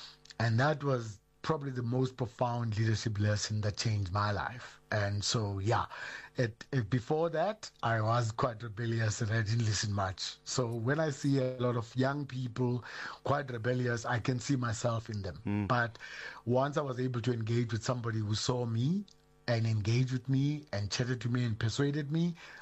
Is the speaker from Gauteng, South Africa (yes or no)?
no; Gqeberha, Eastern Cape, South Africa; in a town called Gqeberha, formerly known as Port Elizabeth. I was born in Kwazakhele Township, 1968 … And I grew up in that township